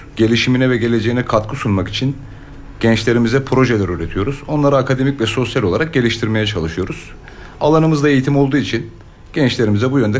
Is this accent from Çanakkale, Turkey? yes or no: no; Kilis, Kilis Province, Turkey; Ben 22.09.1991 Kilis doğumluyum. İlk orta öğrenimimi tamamladıktan sonra üniversite hayatımı da Kilis'te gerçekleştirdim.